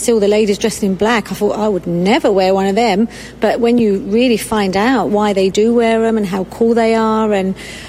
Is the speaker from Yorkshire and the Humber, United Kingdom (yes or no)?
no; London, United Kingdom; now in Dubai, United Arab Emirates; we are actually in Dubai, United Arab Emirates. I actually come from the UK. I'm a Londoner. Maybe you can tell by my accent.